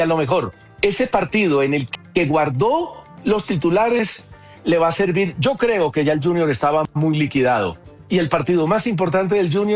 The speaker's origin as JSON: {"language": "Spanish", "country": "Colombia", "said": "Así somos nosotros los colombianos."}